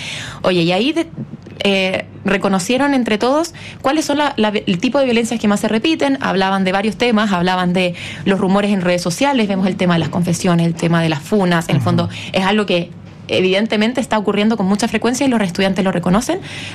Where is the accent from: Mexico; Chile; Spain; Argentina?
Chile